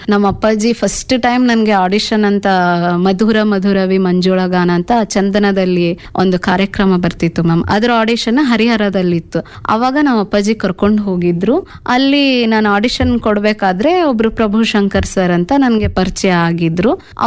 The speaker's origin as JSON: {"language": "Kannada", "town": "Kune Madi Halli", "region": "Karnataka", "country": "India", "tie": "born or raised there", "said": "ನಮ್ದು ಕುಣೆ ಮಾದಿ ಹಳ್ಳಿ ಅಂತ, ಕೊಟ್ಟೂರ್ ಹತ್ರ ಹರಪನಹಳ್ಳಿ ತಾಲೂಕು, ವಿಜಯನಗರ ಡಿಸ್ಟಿಕ್ ನಮ್ದು. ಅಲ್ಲಿ ನಮ್ದು ಒಂದು ಚಿಕ್ಕ ಗ್ರಾಮ, ಆದ್ರೂ ನಮ್ ಬಾಲ್ಯದ ದಿನಗಳು ತುಂಬಾ ಚೆನ್ನಾಗಿತ್ತು."}